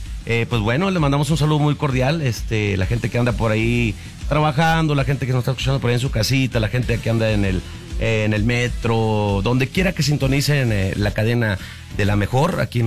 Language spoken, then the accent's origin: Spanish; Chihuahua, Mexico; moved away as an adult; now in Mexico City, Mexico; yo para empezar no soy de Sinaloa, yo soy de Chihuahua, entonces ya cantamos un poquito más matizado, más diferente